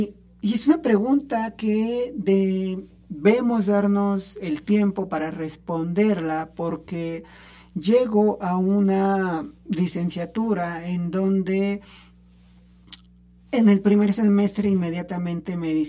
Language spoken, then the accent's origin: Spanish; Zacapoaxtla, Puebla, Mexico; moved away; mi pueblo no ha salido de mí, la libertad de Zacapuaxtla no ha salido de mí, mi lengua, mi cultura no ha salido de mí